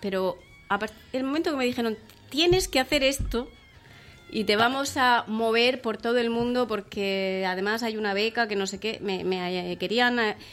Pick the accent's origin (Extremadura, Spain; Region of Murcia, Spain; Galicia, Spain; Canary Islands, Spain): Region of Murcia, Spain; Murcia; also born or lived in Valencia; somos murcianas, porque éramos tres compañeras de piso. Fuimos a decirle que éramos de Murcia.